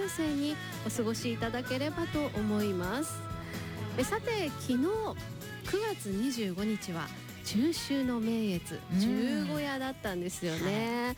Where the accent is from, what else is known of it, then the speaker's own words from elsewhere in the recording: Chiba, Japan; now in Tokyo, Japan; 千葉県、まあ、うちの実家はね、幸いにも無事だったんですけれども、